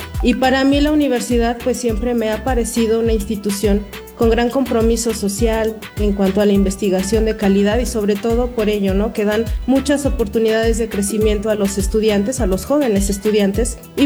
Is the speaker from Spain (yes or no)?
no; Tlanalapa, Hidalgo, Mexico; born or raised there